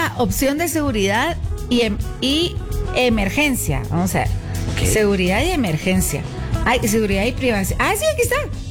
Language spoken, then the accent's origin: Spanish; Guatemala; en Guatemala, siendo un país sísmico